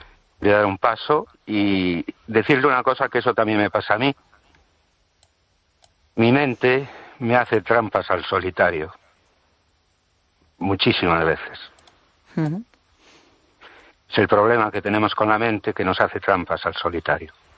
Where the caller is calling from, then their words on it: Ourense, Galicia, Spain; de Orense.